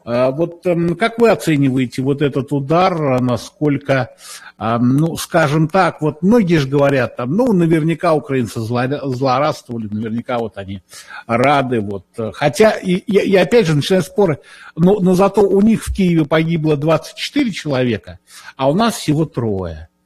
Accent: Moscow, Russia; Я сам из Москвы, поэтому мне не то чтобы было больно на это смотреть

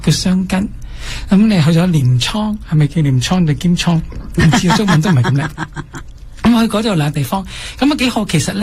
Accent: Canada; 佢哋收入比我哋加拿大少好多

